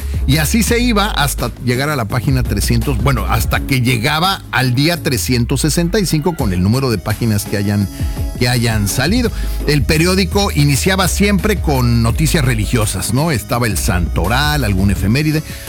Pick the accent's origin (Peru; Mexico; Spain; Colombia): Mexico